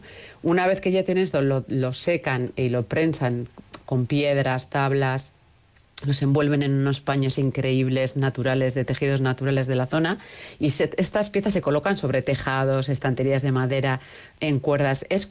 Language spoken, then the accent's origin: Spanish; Basque Country, Spain; Hay, como vascos, pues las montañas las reconocemos y sabemos, ¿no?